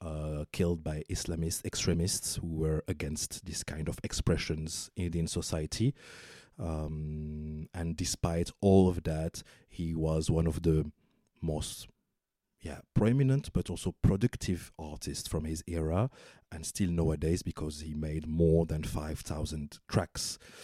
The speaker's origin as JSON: {"language": "English", "country": "Morocco", "tie": "born or raised there", "second_language": "English", "said": "I kind of forgot about it, but I grew up in Morocco, and his presence as such, and also the presence of Fry, has always been extremely great and deep within also Moroccan society."}